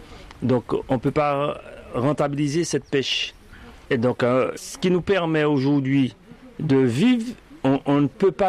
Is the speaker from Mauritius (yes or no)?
no; Le Vauclin, Martinique; Je suis du Vauclin. De la plus belle commune.